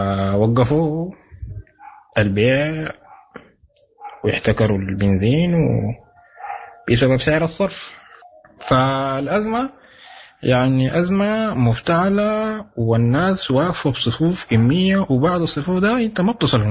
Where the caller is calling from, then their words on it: Omdurman, Khartoum, Sudan; انا مواطن من ام درمان